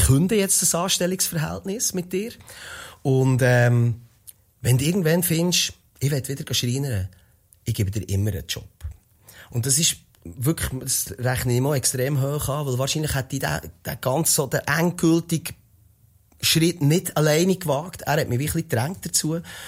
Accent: Interlaken, Bern, Switzerland; born or raised there

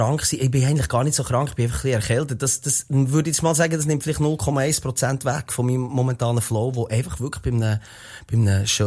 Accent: Interlaken, Bern, Switzerland; Hey, nein, ich komme von Interlaken. Interlaken ist zwischen Thuner und Brienzersee den meisten Leuten als riesen Touristenort bekannt. Aber wenn man dort aufgewac

